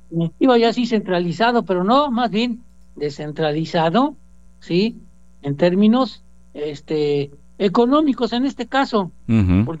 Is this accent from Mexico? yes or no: yes; Mexico; también como mexicano